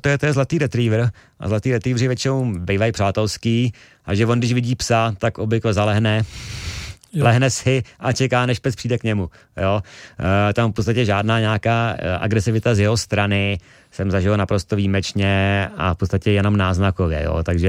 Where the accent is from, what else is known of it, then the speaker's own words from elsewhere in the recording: South Bohemian Region, Czechia; jsme startovali z Tábora přes Bechyň do Protivína, Bavorov, Vodňany, to je asi nějakých taky přes 100 kilometrů kraje mýho dětství, kde vlastně se narodili moji rodiče.